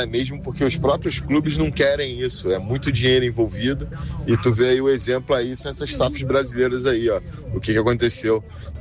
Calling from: Rio de Janeiro, Brazil; Fala, rapaziada … aqui de Cordovil

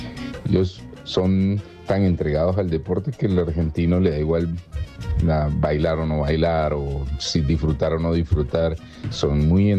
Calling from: Colombia; nosotros como colombianos que no hemos ganado nada en el fútbol.

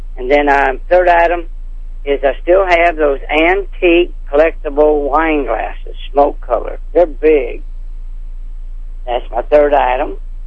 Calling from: Franklin, Missouri, United States; I'm calling from Franklin, Missouri.

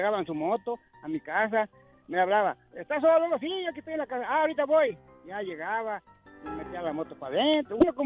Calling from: Puerta de Mango, Nayarit, Mexico; En Puerta de Mango, yo soy de Puerta de Mango.

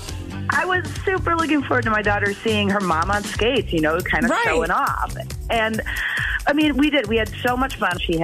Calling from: McFarland, Wisconsin, United States; I'm from McFarland.

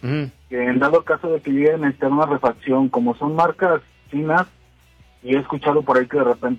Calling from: León, Guanajuato, Mexico; Desde la mismísima ciudad de León, Guanajuato

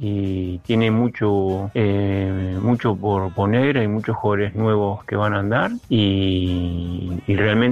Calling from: San Justo, Buenos Aires Province, Argentina; de San Justo

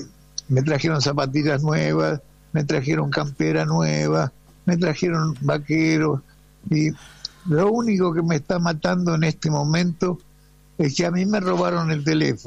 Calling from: Buenos Aires, Argentina; yo estoy acá en Macro, Diagonal Norte y Bartolomé Mitre.

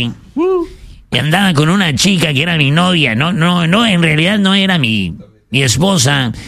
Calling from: Ciudad Obregón, Sonora, Mexico; allá en Obregón, Sonora, de donde soy yo.

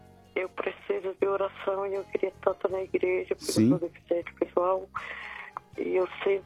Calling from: São Paulo, Brazil; Eu falo aqui da Moca.

